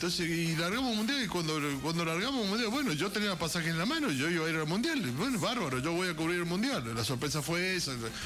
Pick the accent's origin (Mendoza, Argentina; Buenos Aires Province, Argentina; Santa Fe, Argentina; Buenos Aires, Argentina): Mendoza, Argentina; Le expliqué la situación y digo, mirá, soy periodista de Mendoza, acá tengo los vuelos, tengo los pasajes, yo no sabía que el pasaporte demoraba tanto, vengo de Mendoza, sí.